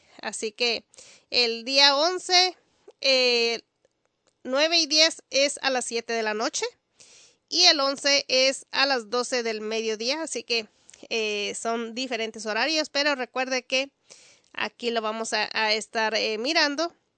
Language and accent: Spanish; Mexico; Porque es algo bonito cuando vemos nuestra cabaña de México. Yo soy mexicana y me gusta ver cómo está esa cabaña.